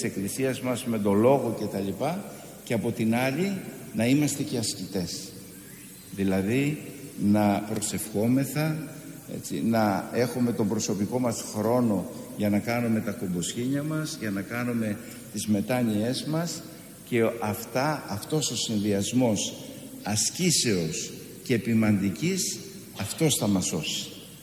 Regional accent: Drama, Eastern Macedonia and Thrace, Greece

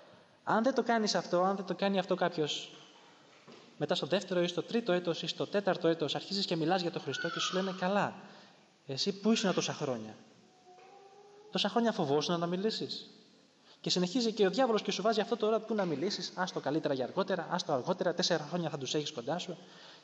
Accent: Patras, Western Greece, Greece; moved away; Στην Πάτρα 30 χρόνια ήμουν, όλους τους ήξερα.

